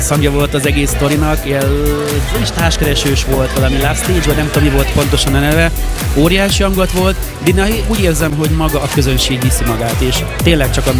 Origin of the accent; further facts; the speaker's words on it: Szeged, Csongrád-Csanád, Hungary; Ez a szín pedig hát nyilván szegediként ez egy, azt mondom, kötelező elem.